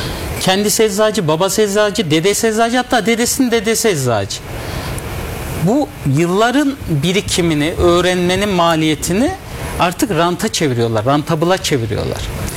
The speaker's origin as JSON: {"language": "Turkish", "area": "Çiftlik district", "region": "Niğde", "country": "Turkey", "said": "ben Niğde Çiftlik ilçesindenim. 88 doğumluyum."}